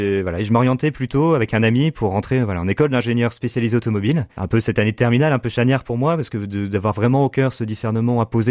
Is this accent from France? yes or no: yes; Le Mans, Pays de la Loire, France; Moi, j'ai grandi au Mans, donc j'ai fait mon école-collège-lycée au Mans